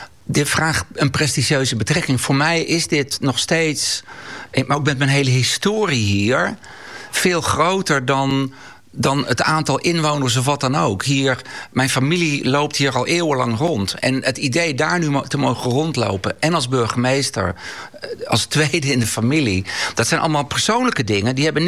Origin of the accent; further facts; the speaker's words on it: Sneek, Friesland, Netherlands; also born or lived in Workum; now in Leeuwarden, Netherlands; Ik kom natuurlijk oorspronkelijk uit Sneek. Geboren in Workum, opgegroeid in Sneek.